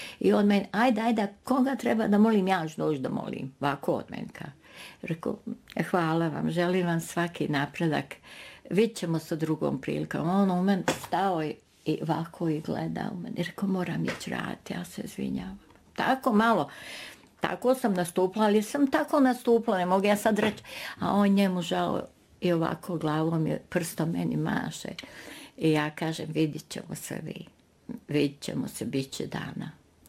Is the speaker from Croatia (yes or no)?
yes; Požega, Požega-Slavonia County, Croatia; born there; Ja sam treća generacija rođena u Slavonskoj Požegi. A ona prva, a to je baka moje majke, po ženskoj liniji govorim sad, je rodom iz Gospić, Brinje, Donji Lapac.